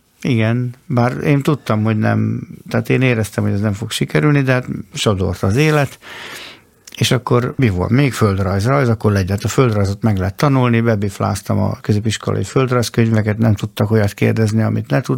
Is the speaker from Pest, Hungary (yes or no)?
no; Tótkomlós, Békés, Hungary; Tóth Komlóson nőttem fel, ez Békés megyében egy falu volt, hát érdekes a világ, amikor én gyerek voltam, 10000-en laktunk ott, akkor falu volt, ma 5000-en, ma város. De nekem ez mindig falu, a pozitív értelemben abszolút.